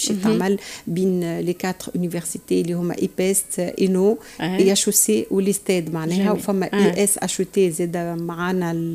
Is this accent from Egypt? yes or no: no; Tunisia; الموروث الثقافي المادي ولا مادي اللي عندنا في تونس،